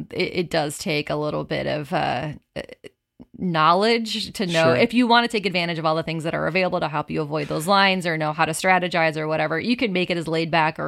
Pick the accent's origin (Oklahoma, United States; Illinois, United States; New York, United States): Illinois, United States; Naperville; accent: Chicago; moved away as an adult; now in Quad Cities, United States; growing up in Naperville, it is very, very suburban, and there are pockets of nature and things that you can enjoy.